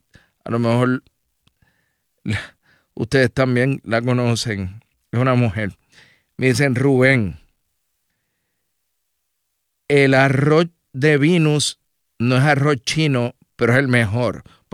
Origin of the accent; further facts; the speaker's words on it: Canary Islands, Spain; Yo soy de Canarias.